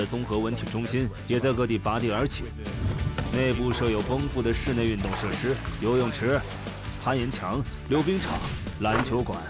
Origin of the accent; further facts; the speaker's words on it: Canada; moved away as an adult; now in China; 我是一名加拿大人，至今已经在中国生活了18年。